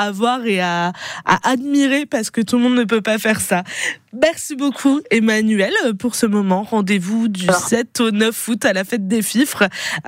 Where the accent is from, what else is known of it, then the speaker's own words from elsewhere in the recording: Grand Est, France; chez nous en Alsace